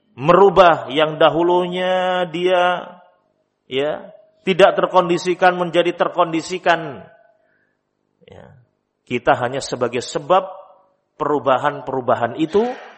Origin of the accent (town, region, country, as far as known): Java, Indonesia